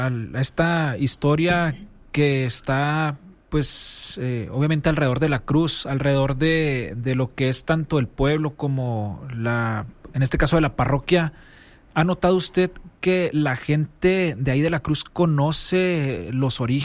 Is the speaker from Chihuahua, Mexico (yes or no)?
yes; San Francisco de Conchos, Chihuahua, Mexico; soy de San Francisco de Conchos